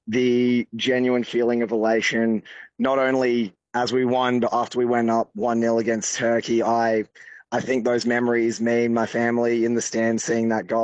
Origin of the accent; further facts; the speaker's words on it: Adelaide, South Australia, Australia; I'm originally from Adelaide, watching him come through the system.